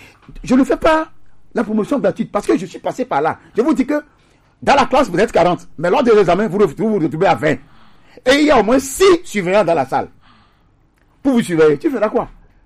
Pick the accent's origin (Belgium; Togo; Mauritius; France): Togo; c'est un problème sérieux chez nous au Togo.